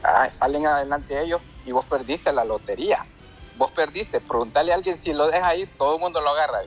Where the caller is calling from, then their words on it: Honduras; yo como hondureño me siento mal.